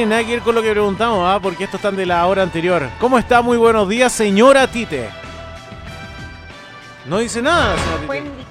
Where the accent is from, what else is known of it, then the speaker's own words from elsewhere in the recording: Talca, Maule, Chile; moved away; en mi ciudad natal? ¿Por qué en Talca, man? ¿Por qué todo pasa en Talca?